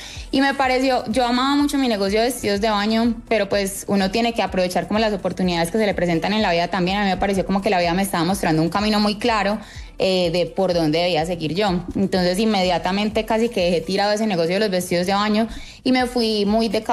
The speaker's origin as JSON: {"language": "Spanish", "region": "Antioquia", "country": "Colombia", "said": "yo como buena paisa"}